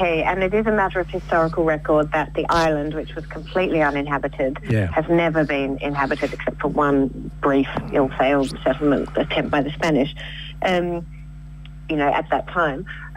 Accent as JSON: {"language": "English", "region": "Tasmania", "country": "Australia", "tie": "born or raised there", "said": "I grew up on Lutruwita, Tasmania."}